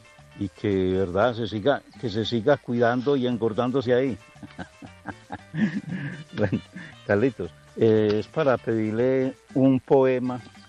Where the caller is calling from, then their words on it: Colombia; Con el tragado de por aquí de Hueco Escondido.